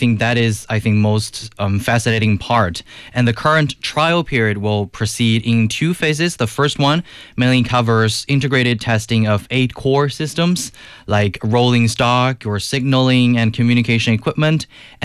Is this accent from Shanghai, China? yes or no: no; Wuxi, Jiangsu, China; I named it as my happy place because my hometown Wuxi was going to connect with another city, Suzhou